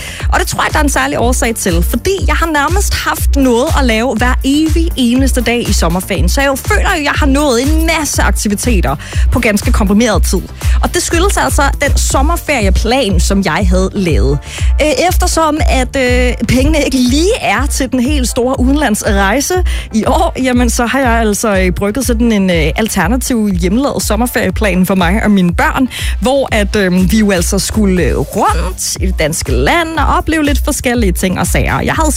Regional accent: Vordingborg, Zealand, Denmark; moved away; min hjemstavn, Vordingborg 4760, hvor jeg altså er opvokset og har tilbragt det meste af min folkeskoletid

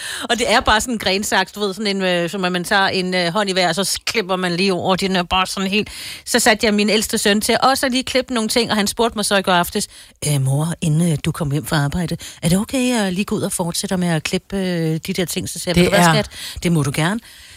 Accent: Studstrup, Central Denmark Region, Denmark; Studstrup.

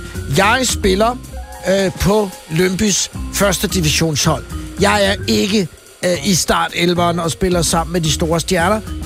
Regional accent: Virum, Capital Region of Denmark, Denmark; den lokale boldklub, hvor jeg kommer fra. Er ikke helt lokale, for så vil det være VSB, Vium Sorgenfri Boldklub.

